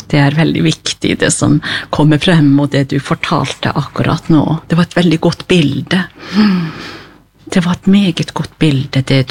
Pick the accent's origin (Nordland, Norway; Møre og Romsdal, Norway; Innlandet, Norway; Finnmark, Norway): Finnmark, Norway; Tana; når jeg vokste opp I Tana